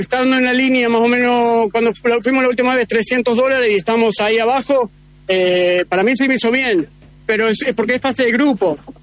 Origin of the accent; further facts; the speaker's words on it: San Martín de los Andes, Neuquén, Argentina; now in Dallas, United States; Vivimos en Dallas, bien. Un par de horas de acá, pero en realidad en Neuquén, de San Martín de los Andes.